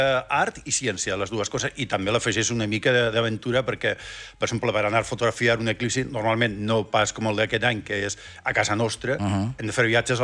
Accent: San Sebastián, Basque Country, Spain; jo soc basc.

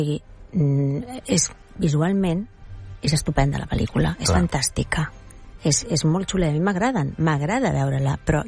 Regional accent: Catalonia, Spain; jo penso en català, jo sóc catalana

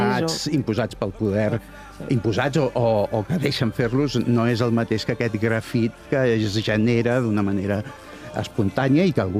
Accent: Cornellà de Llobregat, Catalonia, Spain; Jo soc de Cornellà i a Cornellà els grafits han estat en la meva vida des de que vaig néixer.

